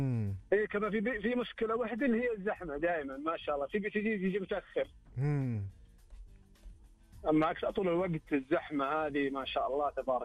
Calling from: Riyadh, Riyadh Province, Saudi Arabia; من الرياض.

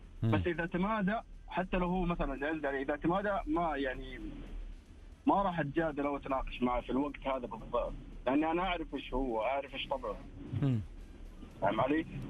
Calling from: Riyadh, Riyadh Province, Saudi Arabia; من الرياض

